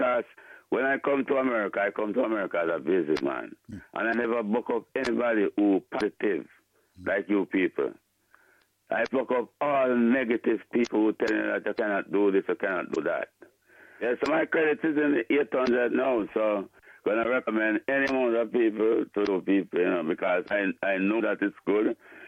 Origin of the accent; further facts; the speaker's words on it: Jamaica; This is a gift, and I'm a Jamaican, and I please the work what you're doing for Jamaica.